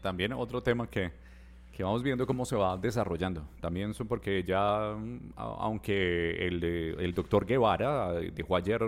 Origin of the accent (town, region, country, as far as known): Colombia